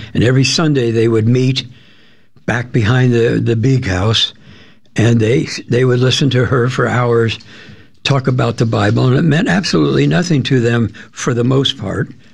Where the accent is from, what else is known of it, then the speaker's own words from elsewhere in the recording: Cincinnati, Ohio, United States; I grew up in Cincinnati, Ohio